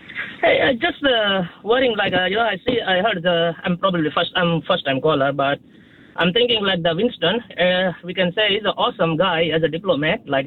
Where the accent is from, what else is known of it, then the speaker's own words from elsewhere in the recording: New Zealand; we expect as a Kiwi people, we expect like some decor on the parliament